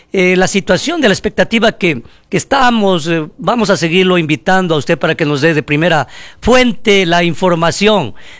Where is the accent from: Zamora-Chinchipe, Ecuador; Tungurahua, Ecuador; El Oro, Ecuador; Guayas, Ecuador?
Zamora-Chinchipe, Ecuador; siempre solidarios como somos, los zamoranos chichipenses